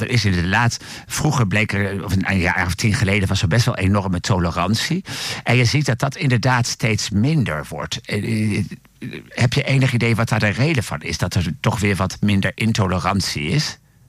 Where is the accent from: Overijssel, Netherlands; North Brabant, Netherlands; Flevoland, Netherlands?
Overijssel, Netherlands; Deventer; En ik kom zelf uit Deventer.